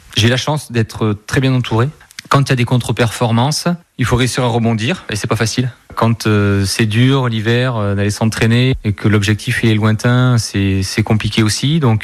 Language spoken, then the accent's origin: French; Bergerac, Nouvelle-Aquitaine, France